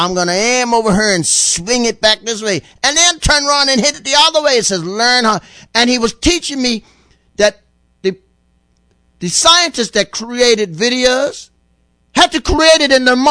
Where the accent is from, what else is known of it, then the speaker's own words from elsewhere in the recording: Bermuda; I come from White Hill, okay? I come from the country.